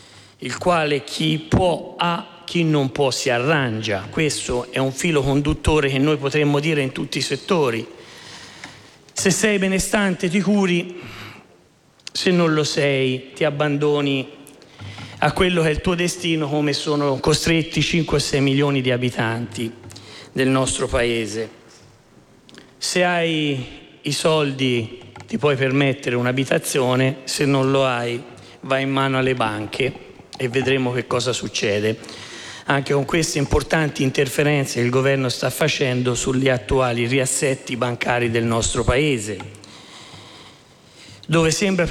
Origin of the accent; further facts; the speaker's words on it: Tuscany, Italy; accent: Tuscan; il mio accento indica la mia provenienza e la rivendico con orgoglio